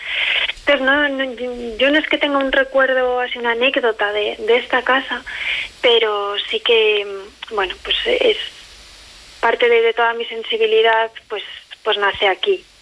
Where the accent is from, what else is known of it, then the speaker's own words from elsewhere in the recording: Baños de Río Tobía, La Rioja, Spain; born there; moved away; Yo pasé parte de mi infancia en Baños de Río Tobía